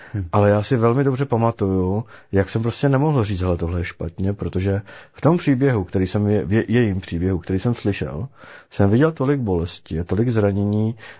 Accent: Opava, Moravian-Silesian Region, Czechia; ale já jsem se narodil v Opavě. Vyrůstal jsem v Opavě. Vyrůstal jsem v nevěřící rodině.

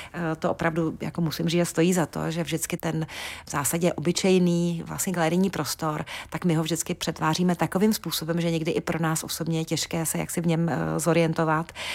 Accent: Prague, Czechia; moved away as an adult; now in Humpolec, Czechia; já třeba osobně jsem Pražák jako poleno, jak se říká, ale Humpolec mi velmi jaksi přirostl prostě k srdci a vlastně trávím tady už mnohem víc času než v Praze, takže už se cítím být víc jako Humpolačkou

